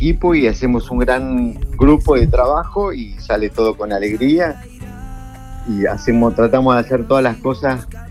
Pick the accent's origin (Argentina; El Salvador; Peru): Argentina; now in Málaga, Spain; yo soy argentino.